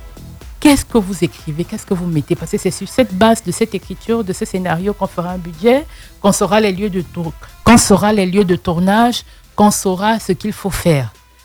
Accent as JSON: {"language": "French", "country": "Côte d’Ivoire", "said": "je sais que je suis ivoirienne"}